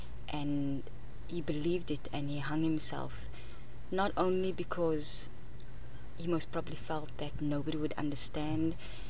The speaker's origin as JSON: {"language": "Afrikaans", "town": "Johannesburg", "region": "Gauteng", "country": "South Africa", "tie": "born or raised there", "first_language": "English", "second_language": "Afrikaans", "said": "It is a Joburger. born and bred."}